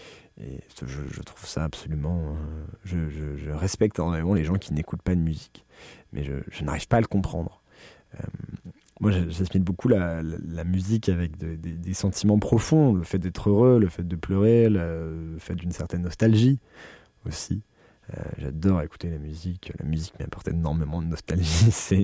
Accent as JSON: {"language": "French", "town": "Paris", "region": "Île-de-France", "country": "France", "tie": "born or raised there", "said": "en grandissant à Paris"}